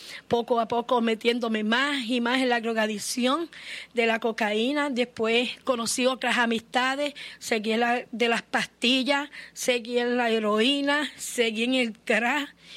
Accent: Arroyo, Puerto Rico; moved away; yo vengo de Puerto Rico, somos una familia de 10 hermanos.

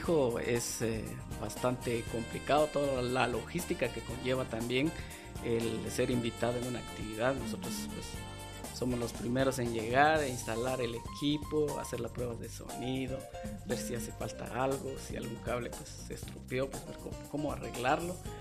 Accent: San Juan Sacatepéquez, Guatemala Department, Guatemala; Yo soy puro sanjuanero, de acá de Guatemala

